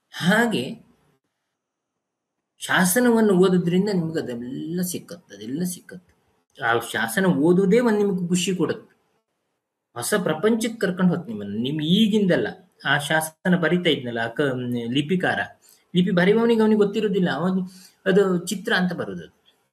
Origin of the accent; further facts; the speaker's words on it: Kundapura, Karnataka, India; accent: Kundapura Kannada; first language Kundapura Kannada; ನಮ್ಮ ಊರಿಂದು ನನ್ನ ಭಾಷೆ ಕುಂದಾಪುರ ಭಾಷೆ ಮಾತಾಡೋಕೊಂದು ಅವಕಾಶ ಕೊಟ್ರಿ ನೀವು